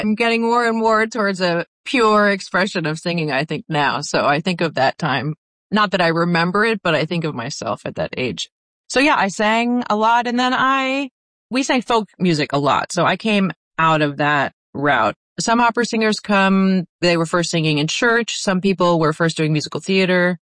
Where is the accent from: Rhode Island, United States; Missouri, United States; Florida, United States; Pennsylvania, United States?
Pennsylvania, United States; So I grew up on the Pennsylvania side, but Narrowsburg is not too far from Abramsville, where I grew up.